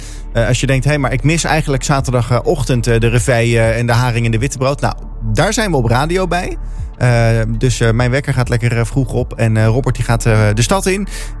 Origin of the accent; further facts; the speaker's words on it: Oegstgeest, South Holland, Netherlands; born there; Want ik ben zelf geboren in Oegstgeest.